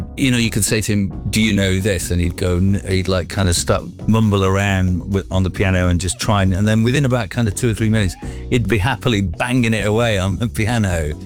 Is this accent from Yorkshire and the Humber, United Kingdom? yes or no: yes; Sheffield, Yorkshire and the Humber, United Kingdom; We used to live on a road called Heather Road in Shire Green in Sheffield.